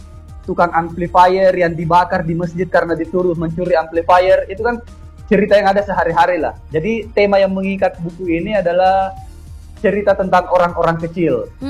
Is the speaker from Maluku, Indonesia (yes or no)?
no; Kediri, East Java, Indonesia; Kalau saya dari Kediri, Mbak.